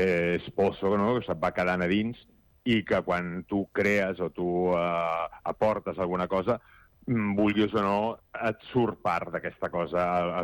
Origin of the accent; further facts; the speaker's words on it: Badalona, Catalonia, Spain; jo sóc de Badalona